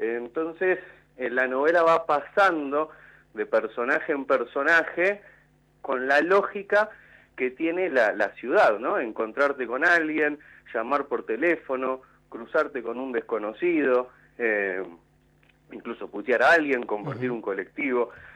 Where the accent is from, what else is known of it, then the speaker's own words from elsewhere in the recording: General Rodríguez, Buenos Aires Province, Argentina; now in Mar del Plata, Argentina; yo nunca viví en Buenos Aires, soy de General Rodríguez, ahora vivo en Mar del Plata